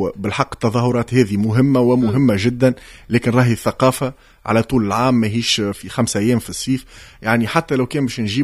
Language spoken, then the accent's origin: Arabic; Tunis, Tunis Governorate, Tunisia; أنا كبرت وتربيت في حومة ما فيهاش دار شباب، ما فيهاش دار ثقافة، نقص تأطير.